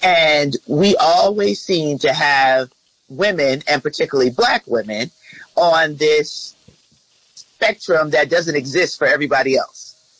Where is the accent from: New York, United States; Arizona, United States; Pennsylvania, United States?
New York, United States; I'm from New York, so I know Chuck.